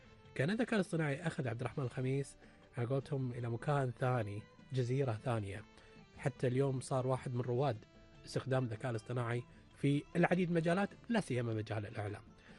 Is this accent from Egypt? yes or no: no; Kuwait; مدى مساهمتنا احنا ككويتيين